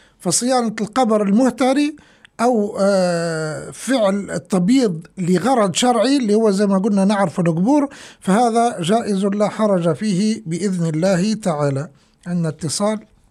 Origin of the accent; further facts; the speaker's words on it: Libya; accent: Libyan; سطل البغلي بلهجتنا الليبية يعني دلو من الاسمنت